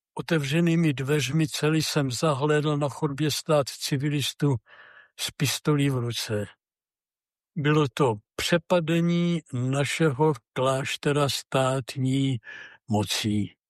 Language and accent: Czech; Plasy, Plzeň Region, Czechia; mi kázal na primici v mém rodišti, v mém rodném kraji v Plasích